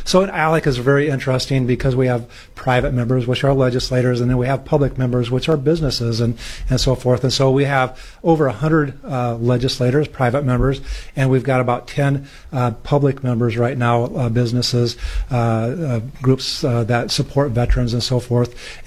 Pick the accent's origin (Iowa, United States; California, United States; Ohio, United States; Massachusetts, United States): Iowa, United States; I grew up in Iowa, and so I stayed there a good portion so I spent 25 years in the military, 9 of it active duty.